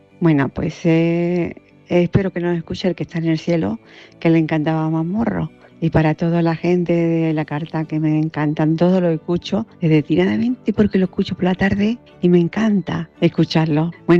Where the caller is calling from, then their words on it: Córdoba, Andalusia, Spain; de Córdoba.